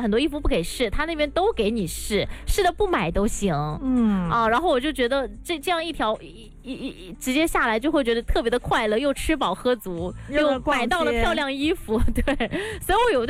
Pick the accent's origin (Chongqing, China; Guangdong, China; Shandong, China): Guangdong, China; 我们广东人